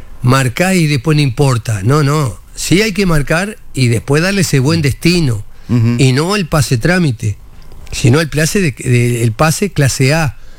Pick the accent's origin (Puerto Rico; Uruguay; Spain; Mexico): Uruguay; Yo soy uruguayo, claro. Y él es argentino.